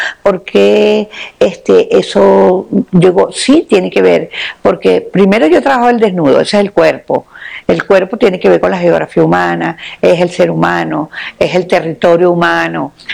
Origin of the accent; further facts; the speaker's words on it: Caracas, Capital District, Venezuela; also born or lived in Valencia, Venezuela; yo soy una mujer urbana, yo vivo en Caracas, yo nací en Valencia, pero yo estoy en Caracas desde que tengo 6 años